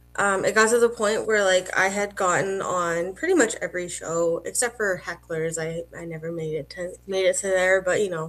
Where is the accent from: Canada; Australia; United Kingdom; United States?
Canada; Red Deer, Alberta; because we were living in Victoria, and I'm originally from Red Deer, and our plan was to like always kind of move back to like Alberta.